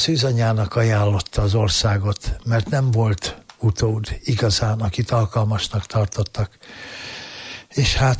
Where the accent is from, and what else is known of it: Budapest, Hungary; born there